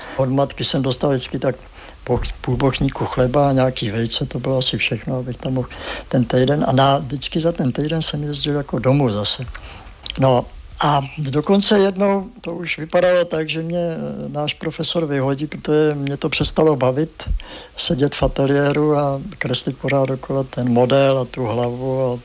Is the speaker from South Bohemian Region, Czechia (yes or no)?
yes; South Bohemian Region, Czechia; no, dělal jsem tady zkoušky a teď vidím, že nejsem přijatý, jsem z Jižní Čech.